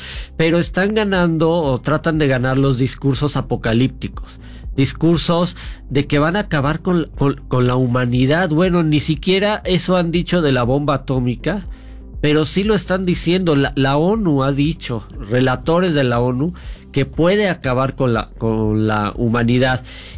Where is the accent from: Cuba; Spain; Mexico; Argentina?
Mexico